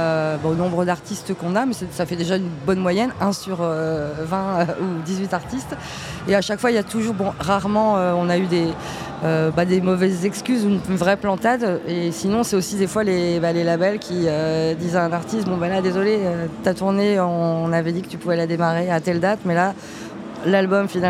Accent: Paris, Île-de-France, France; Je suis parisienne, j'ai rien à faire à, hein, dans les discussions

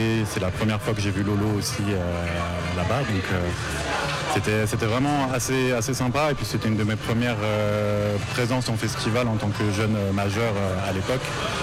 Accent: Nantes, Pays de la Loire, France; très important en fait sur le calendrier de l'année en tant que Nantais avec le festival Scopiton

